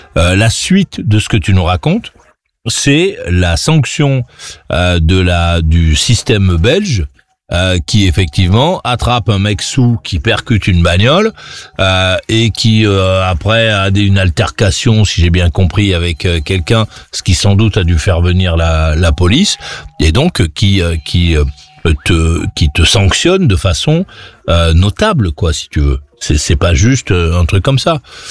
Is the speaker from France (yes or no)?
yes; France; Chez nous, en France, lorsque quelqu'un est sous, qu'il est arrêté par la police